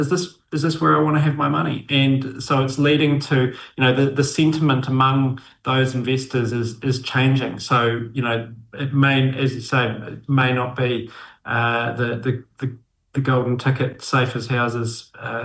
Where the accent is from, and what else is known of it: New Zealand